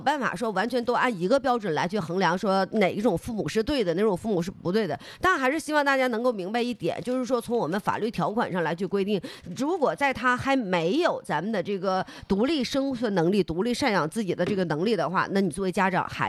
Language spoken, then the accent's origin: Chinese; Northeast China, China; 尤其说咱们东北这边来讲的话